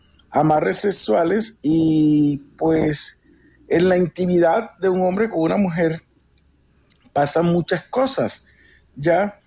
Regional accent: Colombia

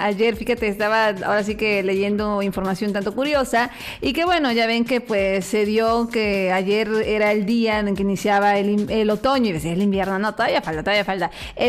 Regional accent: Mexico; Al menos así somos los mexicanos

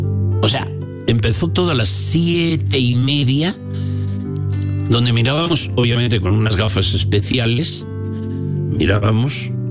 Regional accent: San Román, Castile and León, Spain; mi pueblo, San Román, donde yo estoy

